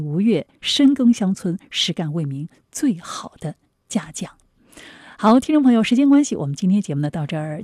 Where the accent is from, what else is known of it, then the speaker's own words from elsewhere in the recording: Jiangsu, China; 特别是我们江苏这边